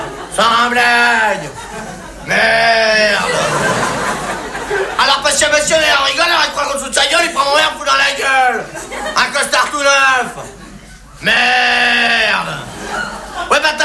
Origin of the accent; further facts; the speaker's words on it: France; je suis bien placé, hein, je suis français.